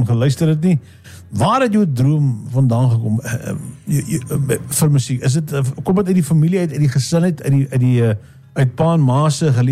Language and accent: Afrikaans; Northern Cape, South Africa; moved away; ek het daar gaan blijven my hele leven lang, apper, ek is weg uit die Noordkap, dan moet ek baie mooi dink, ek dink die jaar 1984, 85.